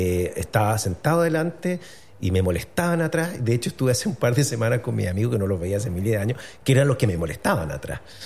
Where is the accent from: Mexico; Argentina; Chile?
Chile; Santiago, Santiago Metropolitan Region; born there; Nací en Santiago, sí.